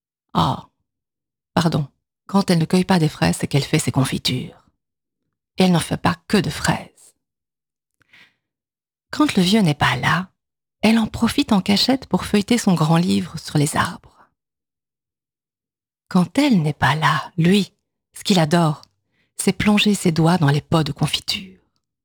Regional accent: Namur, Wallonia, Belgium; oui, donc je viens de Namur.

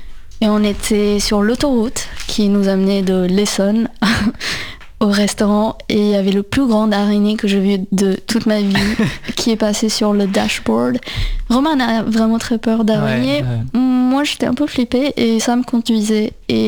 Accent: India; moved away; j'ai grandi en Inde et la première fois que je suis venue en France, c'était en 2012

